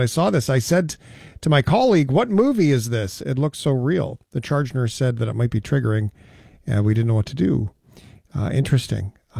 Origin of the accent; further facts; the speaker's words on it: Newfoundland and Labrador, Canada; I'm so proud of my hometown in Newfoundland.